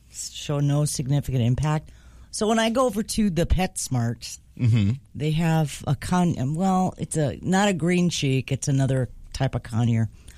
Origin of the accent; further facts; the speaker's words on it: McIntosh, United States; Even when I was young, growing up in McIntosh